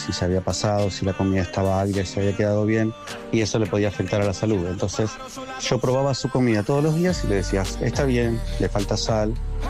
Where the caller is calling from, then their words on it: Buenos Aires, Argentina; de Villa Urquiza.